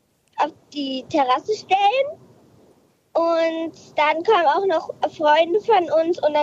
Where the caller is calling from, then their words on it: Lower Saxony, Germany; Aus Pese, Landkreis Gifhorn.